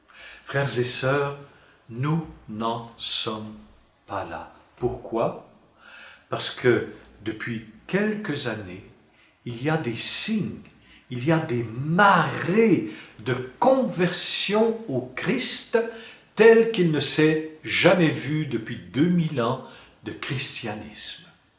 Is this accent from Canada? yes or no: yes; Quebec, Canada; Moi, je suis canadien, je suis québécois